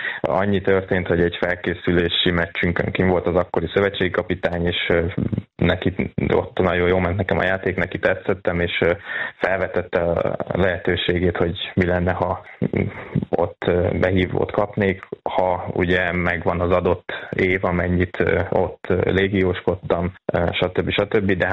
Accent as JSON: {"language": "Hungarian", "region": "Somogy", "country": "Hungary", "said": "én is innen Somogyországból kikerülve magyarként megálltam a helyemet ott Romániába."}